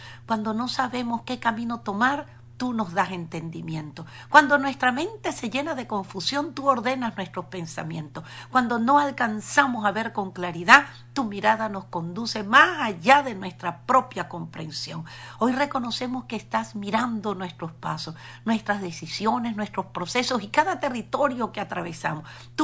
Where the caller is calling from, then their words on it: Texas, United States; la antorcha encendida del estado de Texas, orando a través de la red Radio Vida.